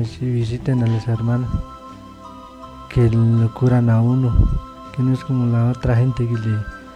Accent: Susa, Cundinamarca, Colombia; Me reservo el nombre, vengo de una vereda de Susa.

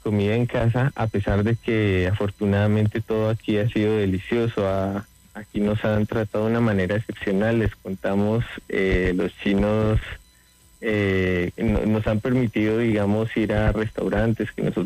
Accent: Boyacá, Colombia; nuestra identidad boyacense

